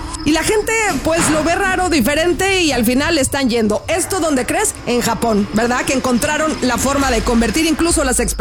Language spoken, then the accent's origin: Spanish; Sinaloa, Mexico; yo que soy sinaloense